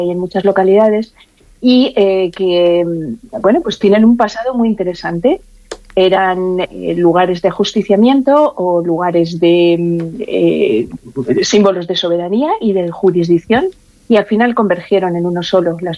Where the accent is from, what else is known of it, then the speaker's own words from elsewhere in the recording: Navalacruz, Castile and León, Spain; yo soy de Navalacruz. En Navalacruz no tenemos rollo ni picota